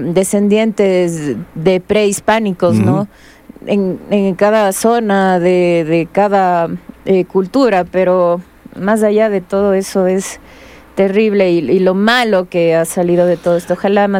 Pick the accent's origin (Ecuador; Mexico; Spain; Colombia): Ecuador; Nada que ver con lo que nosotros esperamos ser como ecuatorianos